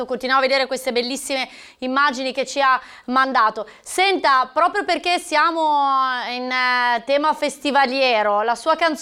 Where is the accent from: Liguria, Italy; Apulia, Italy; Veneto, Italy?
Liguria, Italy; Genoa; Siamo genovesi